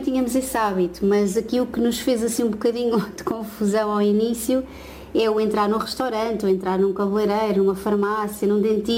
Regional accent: Portugal; moved away as an adult; now in Thailand; sempre que nós dizemos que somos portugueses

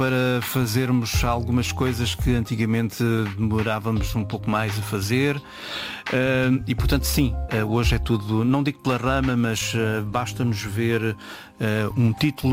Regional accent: Pinhal Novo, Setúbal, Portugal; E então era muito miúdo e fui à rádio da minha terra, do Pinhal Novo.

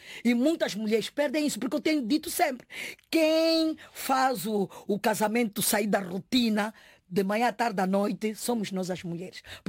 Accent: Angola; now in Portugal; Eu quando viesse aqui para Portugal, me diziam, você é de Guiné? Eu dizia, não, eu não sou de Guiné, eu sou da Angola.

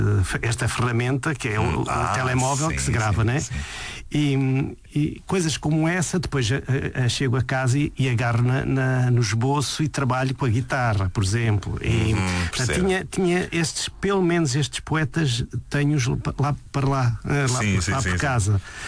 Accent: Mozambique; born there; por ser da minha terra, né, onde eu nasci.

